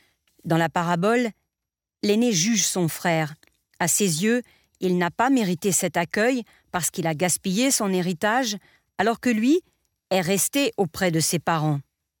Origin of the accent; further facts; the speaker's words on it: Spain; Je ne suis pas allée dans une école de jésuites, mais j'ai grandi en Espagne, aussi un pays très ancré dans le catholicisme.